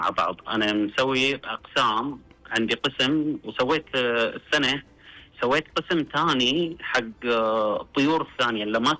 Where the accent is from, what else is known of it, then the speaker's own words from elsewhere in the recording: Qatif, Eastern Province, Saudi Arabia; إحنا البلبول عندنا منتشر عندنا في القطيف بشكل كبير.